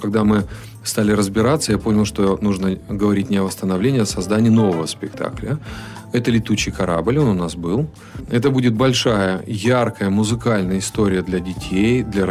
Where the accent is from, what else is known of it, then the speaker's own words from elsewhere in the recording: Chelyabinsk, Chelyabinsk Oblast, Russia; которой я горжусь, как любой челябинец.